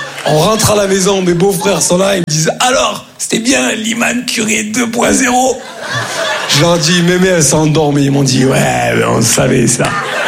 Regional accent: Grand Est, France; Comme on dit chez nous, en Lorraine.

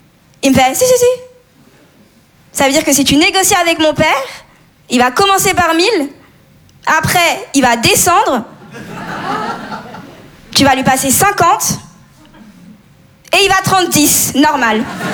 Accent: Comoros; also born or lived in Mayotte / Madagascar; Je suis comorienne, maoraise malgache. C'est des îles dans l'océan Indien.

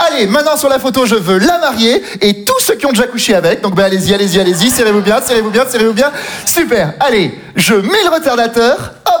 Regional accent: south of France, France; Moi, je viens du Sud, ok.

